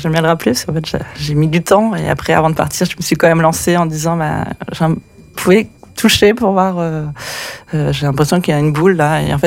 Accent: Tours, Centre-Val de Loire, France; also born or lived in Drôme; Et avant ça, je suis originaire de Tours, bon, Château de la Loire.

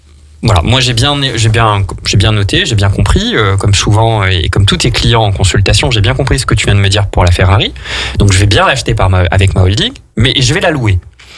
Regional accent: Grenoble, Auvergne-Rhône-Alpes, France; Et tu sais, Jean, que je suis grenoblois.

